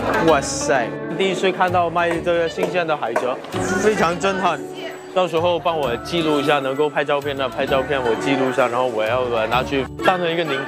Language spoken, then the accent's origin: Chinese; Malaysia; 马来西亚。